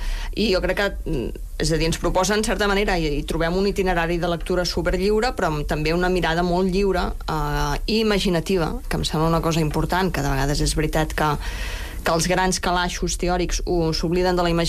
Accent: La Garriga, Catalonia, Spain

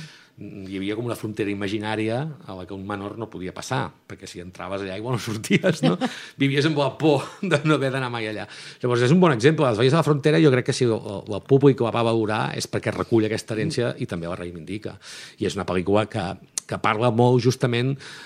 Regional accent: Girona, Catalonia, Spain; es basa en una època que vaig viure de petit, a la ciutat meva, jo soc de Girona

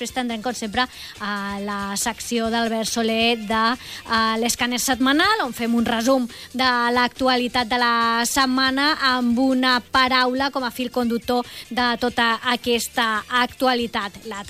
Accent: Balearic Islands, Spain; Jo sóc mallorquina

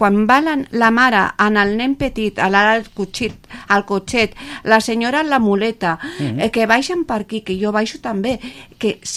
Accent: Cubelles, Catalonia, Spain; born there; also born or lived in Sant Feliu de Llobregat; jo porto 50 anys aquí, he crescut aquí

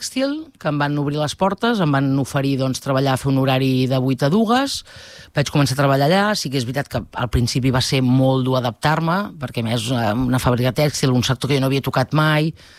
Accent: Manresa, Catalonia, Spain; moved away as an adult; also born or lived in Barcelona / Terrassa; now in Molins de Rei, Spain; Jo sóc nascuda a Manresa, el 29 d'abril del 81, i vaig estar vivint a Manresa fins quasi els 29 anys

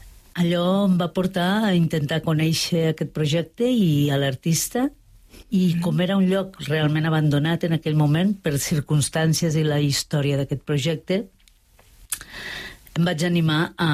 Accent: Esterri d'Àneu, Catalonia, Spain; born there; moved away as an adult; also born or lived in Lleida; now in Vilella, Spain; jo vaig néixer a Lleida i amb 10 anys vam pujar a viure a Esterri. I Esterri ha estat el referent a la meva vida, l'alegria, la llibertat, tota la infantesa i joventut, fins que després, doncs, com sempre, com gairebé tothom, sortim a fora, tot i que després vaig tornar, fins als 32 anys.

